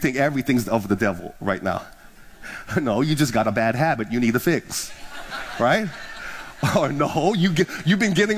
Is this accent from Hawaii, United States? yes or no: yes; Big Island, Hawaii, United States; I'm from the Big Island.